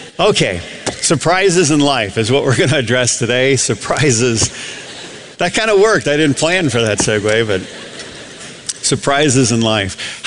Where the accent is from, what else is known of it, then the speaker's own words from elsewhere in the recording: Adrian, Michigan, United States; So I grew up in Adrian, Michigan. There was another town about 30, 45 minutes away called Jackson.